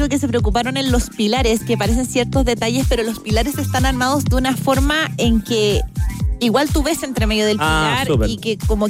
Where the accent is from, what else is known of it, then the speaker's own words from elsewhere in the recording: Chile; soy más chilena que los porotos.